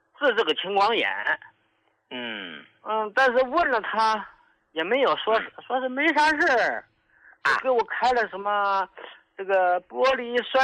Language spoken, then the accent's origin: Chinese; Northeast China, China; now in Xiamen, China; 哎，你看我老家呢是东北的，由于这个工作的原因，后来呢来到了这个厦门定居了。